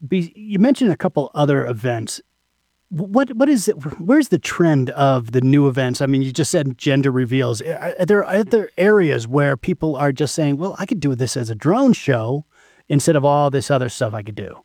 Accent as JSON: {"language": "English", "region": "Connecticut", "country": "United States", "tie": "born or raised there", "said": "so I grew up in Connecticut"}